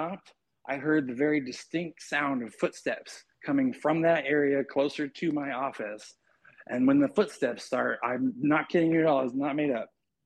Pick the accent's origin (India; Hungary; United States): United States; Chehalis, Washington; moved away as an adult; I just moved back to Washington. I am a Washington native, born and raised in Chehalis.